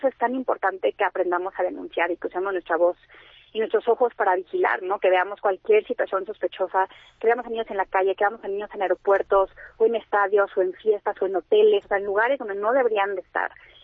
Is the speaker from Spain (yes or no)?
no; Mexico; estamos súper emocionados como mexicanos